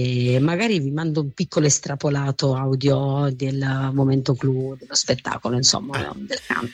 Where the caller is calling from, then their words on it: Lesina, Apulia, Italy; lo realizzeremo in un teatro qui a 15 km dal mio paese, che è un po' più grande perché non abbiamo un teatro così grande qui all'Esina.